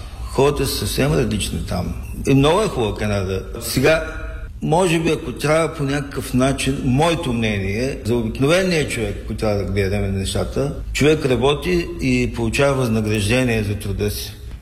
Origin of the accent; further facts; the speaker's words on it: Varna, Varna Province, Bulgaria; born there; аз съм роден във Варна и съм много щастлив, че изложбата е във Варна. Аз съм урбан човек, градски човек съм.